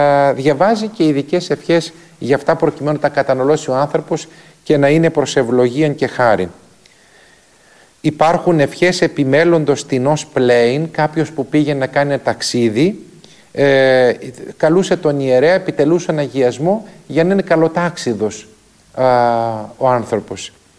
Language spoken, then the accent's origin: Greek; Eastern Macedonia and Thrace, Greece; και ιδιαίτερα επάνω ενθυμούμε και στην πατρίδα μου τη Θράκη και στον Εύρο, και στο Σουφλί που είχαν όλα αυτά τα μεταξωτά